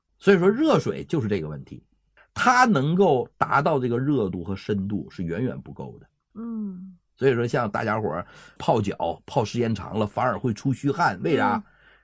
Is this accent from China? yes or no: yes; China; 我们中国人